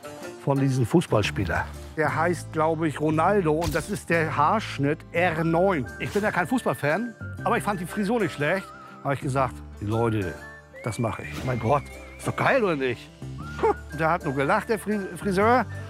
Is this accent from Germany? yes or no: yes; East Germany, Germany; Die sozialistische. Ich bin waschechter Ossi, ich bin da geboren.